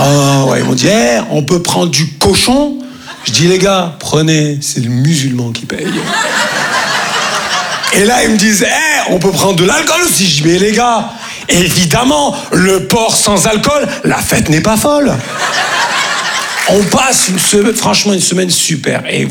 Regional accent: Grand Est, France; Comme on dit chez nous, en Lorraine.

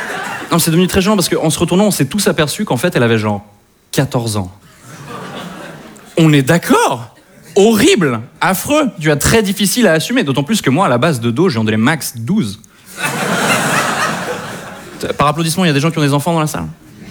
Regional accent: Switzerland; now in Paris, France; je suis suisse. Ça surprend les Parisiens, parfois, quand j'explique que je suis suisse

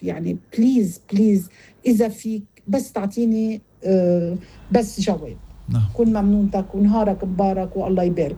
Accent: Lebanon; أنا مواطنة من لبنان. لبنان هالبلد اللي عايشين فيه بس نحنا مش عايشين.

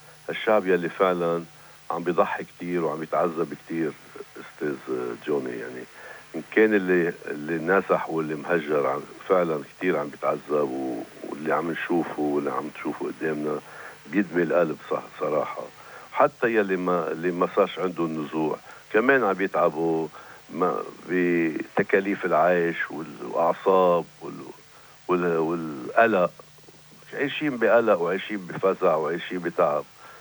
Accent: Lebanon; عندنا بلبنان.

